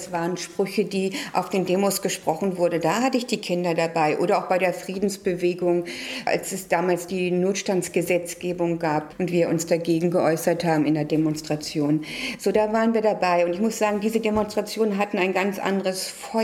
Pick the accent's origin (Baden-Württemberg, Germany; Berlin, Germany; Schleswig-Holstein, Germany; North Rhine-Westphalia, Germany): Berlin, Germany; born there; Ja, ich bin in den Luftschutzräumen der Reichskanzlei geboren, in der Vossstraße.